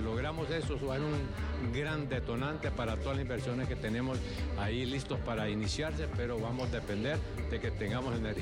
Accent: Honduras

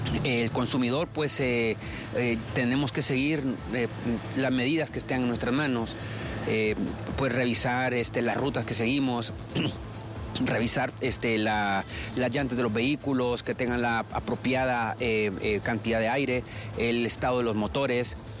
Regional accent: Honduras

